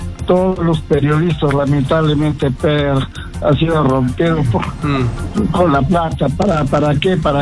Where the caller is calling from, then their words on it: Arequipa, Peru; muy buenos días, llamo de Arequipa